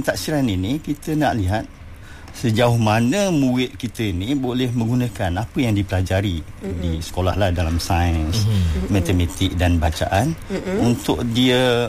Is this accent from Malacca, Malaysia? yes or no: yes; Malacca, Malaysia; Saya asal Melaka.